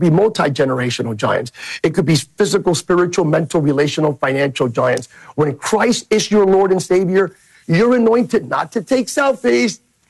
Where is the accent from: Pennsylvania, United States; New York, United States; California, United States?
Pennsylvania, United States; Bethlehem; I'm a kid from Bethlehem, Pennsylvania. I'm a Lehigh University grad. My dad worked at Mack Trucks. I lived right across Bethlehem Steel in the Rust Belt. Back in the 1980s, I grew up as a kid.